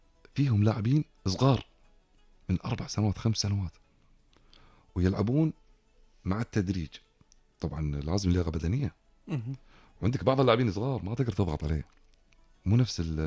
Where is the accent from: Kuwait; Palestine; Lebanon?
Kuwait; عندنا بالكويت